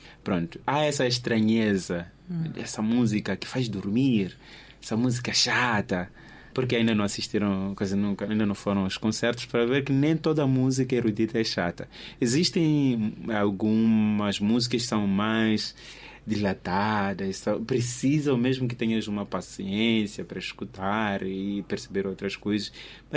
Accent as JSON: {"language": "Portuguese", "region": "Maputo City", "country": "Mozambique", "said": "Por exemplo, eu venho de Machacane Day. Eu venho de Machacane e tenho muitos colegas que vêm de Machacane."}